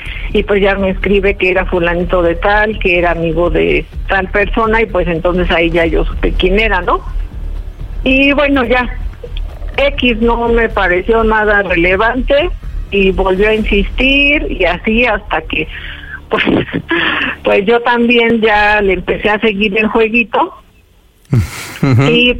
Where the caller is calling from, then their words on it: Zumpango, State of Mexico, Mexico; Tengo 40 años y soy de Zumpango, Estado de México.